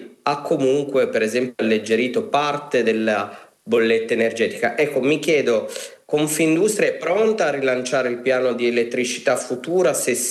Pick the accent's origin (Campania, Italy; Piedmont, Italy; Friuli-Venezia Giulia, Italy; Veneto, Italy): Piedmont, Italy; Turin; vengo da Torino, come Tino Magni